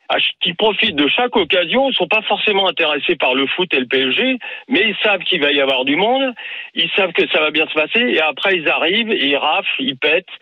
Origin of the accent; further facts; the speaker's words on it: South-West France, France; Le rugby, si vous venez, moi je suis du Sud-Ouest, il y a une culture de supporters.